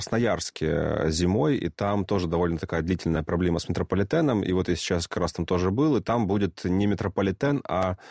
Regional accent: Donetsk, Donetsk Oblast, Ukraine; Я вот сам из Донецка, и у нас такая же картина с метро.

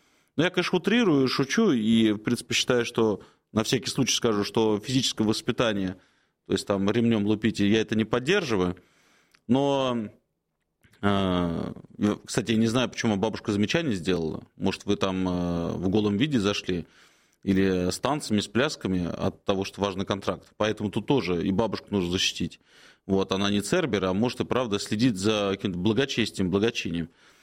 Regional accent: Moscow, Russia; Мы вообще москвичи, всех любим, россиян.

